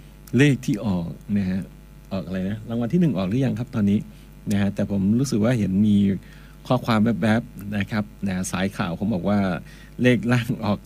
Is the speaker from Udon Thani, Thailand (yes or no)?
yes; Ban Dung, Udon Thani, Thailand; now in Chanthaburi, Thailand; เป็นคนบ้านเกิดอยู่ที่อุดรนะฮะบ้านเกิดอยู่ที่อุดรที่คำชะโนดนะอำเภอบ้านดุงนะครับก็คือพออยู่ไกลเนาะก็คือผลสุดท้ายบ้านตัวเองไม่ได้อยู่เลยออกมาตั้งแต่ปี35ครับนะฮะแล้วก็ไปอย่างเงี้ยฮะอาชีพดีเจสุดท้ายมาอยู่จันทบุรี